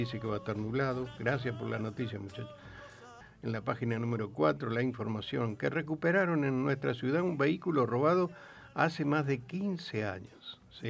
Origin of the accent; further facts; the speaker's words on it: Coronel Pringles, Buenos Aires Province, Argentina; born there; Y bueno, pero saben que soy argentino, así que. Y de Pringle, además. Sí. Nacido acá en Pringle.